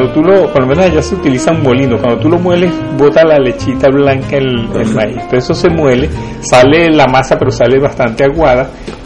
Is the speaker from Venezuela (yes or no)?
yes; Venezuela; now in Catalonia, Spain